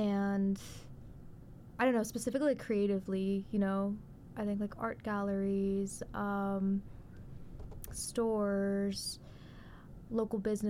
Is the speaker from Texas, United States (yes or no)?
yes; Houston, Texas, United States; moved away as an adult; now in Austin, United States; I'm from Houston for context